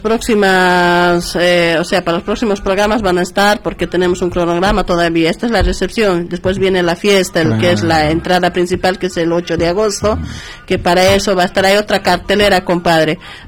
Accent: Sucre, Chuquisaca, Bolivia; now in Buenos Aires, Argentina; porque yo soy de Sucre

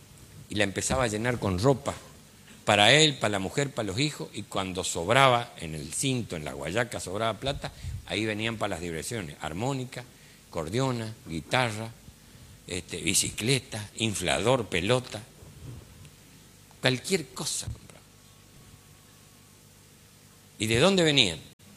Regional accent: Chaco, Argentina; yo soy del Chaco.

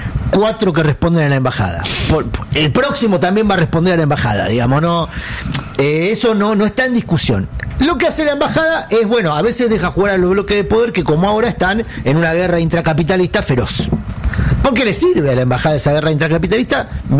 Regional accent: Argentina; estamos los argentinos condenados a un sistema de injusticia

